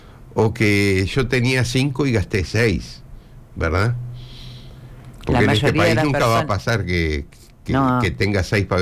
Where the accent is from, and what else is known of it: Uruguay